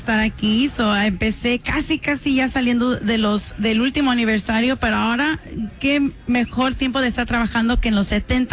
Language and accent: Spanish; Long Beach, California, United States; now in Santa Ana, United States; No, tengo como 6 años viviendo en Santa Ana, pero soy del Long Beach originalmente, ahí es donde fui.